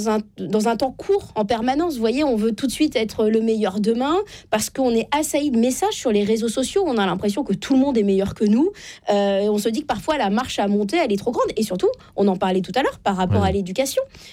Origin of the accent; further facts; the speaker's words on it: Normandy, France; je viens de la Normandie.